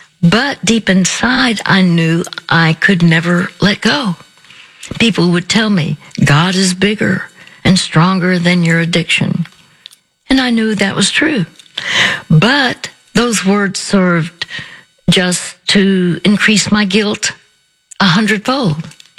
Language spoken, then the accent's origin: English; Dallas, Texas, United States; before finally moving back to my hometown. That was Dallas.